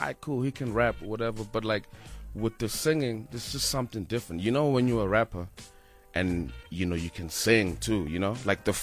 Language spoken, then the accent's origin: English; Dennilton, Mpumalanga, South Africa; English is a second language; No, I'm actually from Denelton and Mpumalanga, but you know, Bedi people out there in Limpopo.